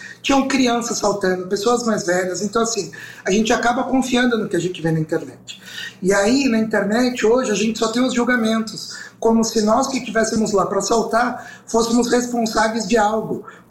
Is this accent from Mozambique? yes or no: no; Brazil; Eu sou do litoral, aqui da Baixada.